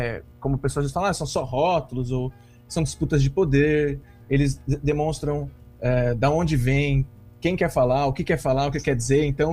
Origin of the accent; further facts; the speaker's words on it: São Paulo, Brazil; Achei algumas informações sobre a jazz band em São Paulo, de onde eu venho